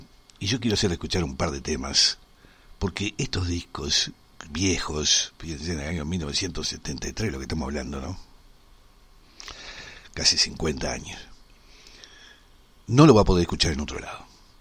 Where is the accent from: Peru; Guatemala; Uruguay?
Uruguay